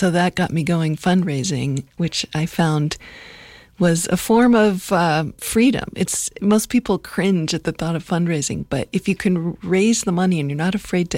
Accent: Tolland, Connecticut, United States; moved away as an adult; now in New Mexico, United States; Where I grew up was in Connecticut, in a small town called Tolland, near the University of Connecticut, near Storrs. And I came to New Mexico for graduate school in 1989

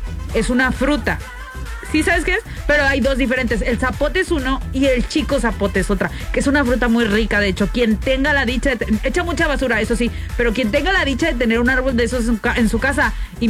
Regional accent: Mexico; Todos los mexicanos seguimos un patrón.

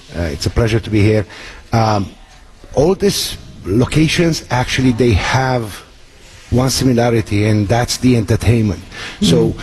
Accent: Transylvania, Romania; moved away; I was born and raised in Romania, in Transylvania, and it's a It's a very, very similar. When we arrived here, me and my family, almost 40 years ago, we looked around and we said, oh, this is home.

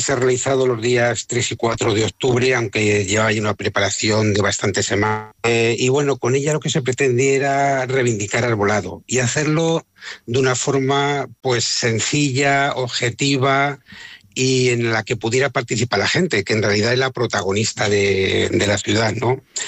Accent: Campo de Criptana, Castilla-La Mancha, Spain; Soy de Campo de Cristana, también de Castilla-La Mancha, por supuesto.

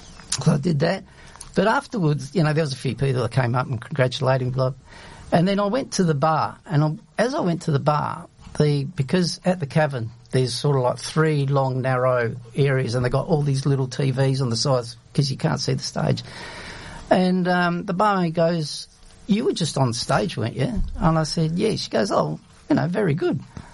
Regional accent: Adelaide, South Australia, Australia; listen, mate, I'm from Adelaide. I'm in a band.

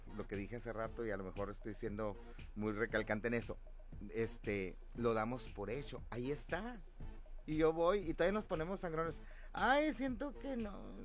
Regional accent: Mexico; como todo mexicano, siempre se le antojan los taquitos, ¿no?

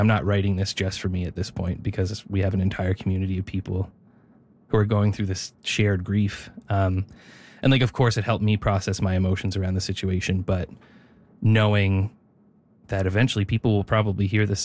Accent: Neils Harbour, Nova Scotia, Canada; As you said before, I'm from Cape Breton. I'm from a very rural small fishing village called Neal's Harbor in northern Cape Breton, kind of in the woods around the Cabot Trail area. It's very beautiful, very small.

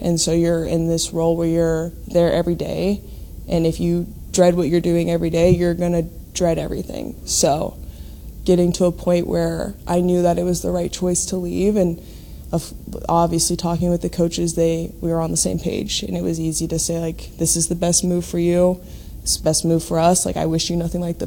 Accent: Lincoln, Nebraska, United States; born there; also born or lived in Plattsmouth, Nebraska; I grew up in Lincoln and then moved to, it's actually called Plattsmouth, but no one knows what Plattsmouth is, so I just say Omaha.

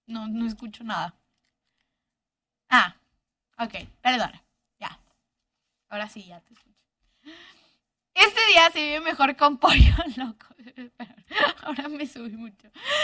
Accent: Mexico; Soy mexicana y solo no me pongo una venda en los ojos de lo que realmente México es.

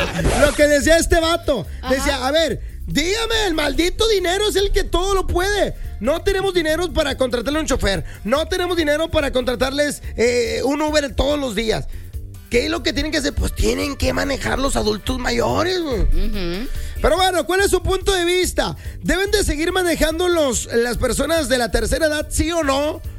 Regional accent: San Nicolás de los Garza, Nuevo León, Mexico; Yo soy de San Nicolás

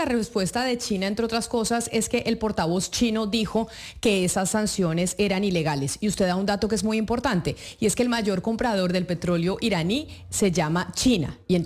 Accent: Colombia; esos muñequitos con los que crecimos muchos en Colombia.

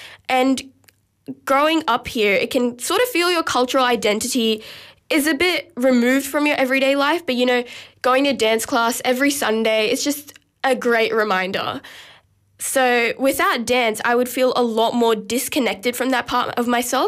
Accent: Sydney, New South Wales, Australia; So I was born in Australia and I grew up here, and my Indian heritage kind of felt, probably felt a little distant, but Bharatanatyam has kept me connected to my Indian roots

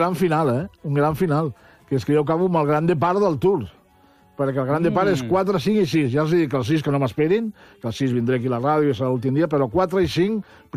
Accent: Badalona, Catalonia, Spain; jo sóc de Badalona, sóc un badaloní, sóc un BTV, que li diuen, un badaloní de tota la vida, no?

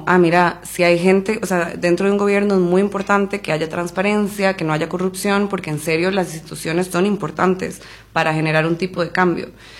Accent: Alajuela, Costa Rica; born there; also born or lived in Monteverde, Costa Rica; Yo nací en Alajuela

